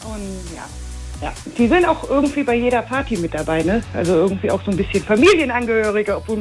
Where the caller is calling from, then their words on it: Cologne, North Rhine-Westphalia, Germany; ich komme auch aus Porz